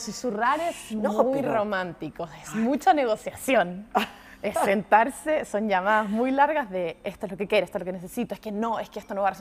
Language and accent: Spanish; Santiago, Santiago Metropolitan Region, Chile; now in Berlin, Germany; Santiago de Chile, que es donde más voy, de donde vengo, cuando voy a ver a mi familia.